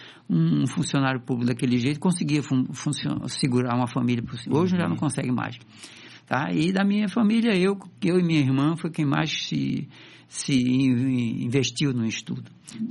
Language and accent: Portuguese; Recife, Pernambuco, Brazil; eu sou daqui do Recife, certo? Na verdade, eu nasci em Recife, mas meus pais são do interior, de Jaboatão, tá? Minha mãe era de Jaboatão, meu pai era do Cabo, mas ele era uma pessoa de famílias simples